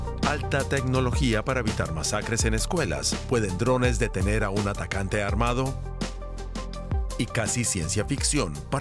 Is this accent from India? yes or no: yes; India; Preferí el asiento porque es mucho más barato y es algo muy normal en mi país, India.